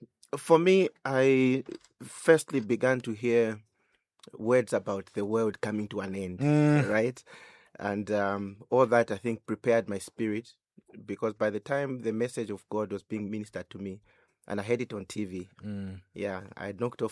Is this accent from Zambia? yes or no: yes; Zambia; growing up in Zambia